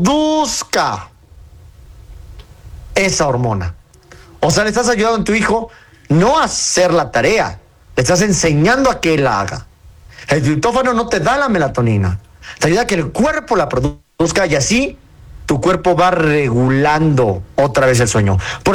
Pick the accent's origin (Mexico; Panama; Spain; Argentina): Mexico; Toluca, State of Mexico; Inicia con 722, porque acuérdense que yo soy de México, de Toluca.